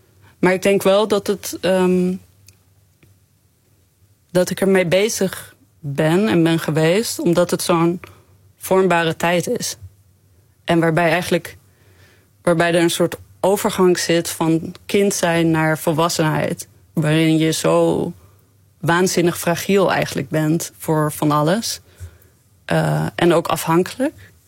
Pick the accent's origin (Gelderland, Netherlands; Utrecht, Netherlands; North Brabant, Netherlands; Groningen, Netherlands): Groningen, Netherlands; Ja, ik ben gewoon Nederlands uit Groningen.